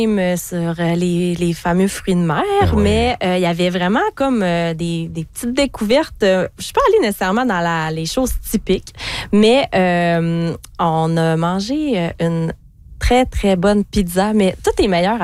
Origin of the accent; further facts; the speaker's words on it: Quebec, Canada; now in Saguenay–Lac-Saint-Jean, Canada; Moi, je viens de la Côte-Nord.